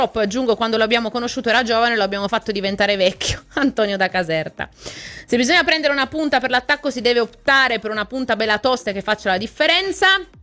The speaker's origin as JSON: {"language": "Italian", "region": "Zurich", "country": "Switzerland", "tie": "born there", "said": "sono nato a Zurigo, la mia terra nativa"}